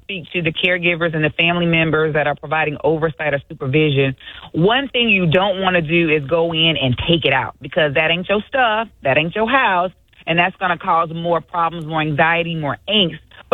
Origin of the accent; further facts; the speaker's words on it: the South, United States; I'm from the South, so we say drop cords.